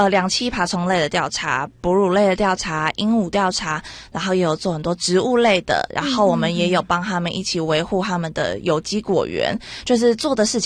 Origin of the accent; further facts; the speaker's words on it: Taipei, Taiwan; 对，我是台北人。